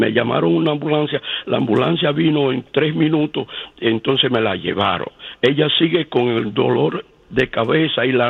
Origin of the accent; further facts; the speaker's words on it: Santo Domingo, National District, Dominican Republic; Sencillamente del San Carlos, de la capital.